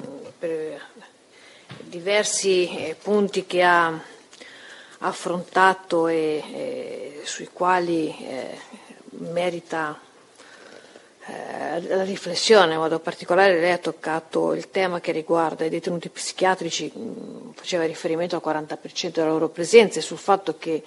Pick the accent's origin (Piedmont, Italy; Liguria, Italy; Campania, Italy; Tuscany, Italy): Liguria, Italy; La Spezia; io sono di La Spezia